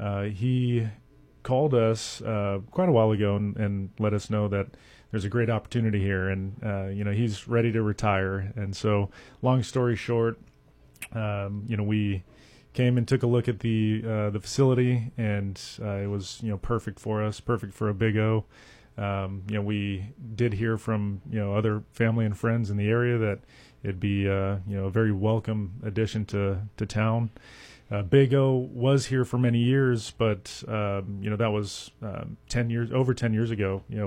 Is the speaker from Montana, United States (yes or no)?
no; Roseville, California, United States; Well, I'm from Roseville. I live out there with my wife and two kids.